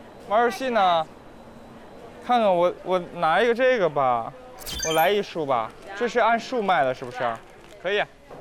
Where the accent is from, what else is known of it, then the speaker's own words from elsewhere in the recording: Jilin, China; 我吉林的。